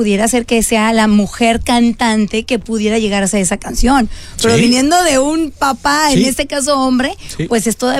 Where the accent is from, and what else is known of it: Mexico